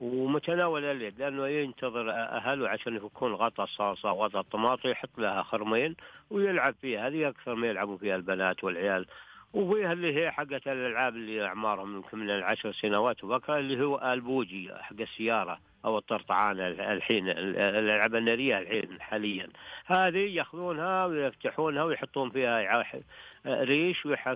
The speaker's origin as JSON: {"language": "Arabic", "region": "Al-Qassim", "country": "Saudi Arabia", "said": "عندنا في القصيم"}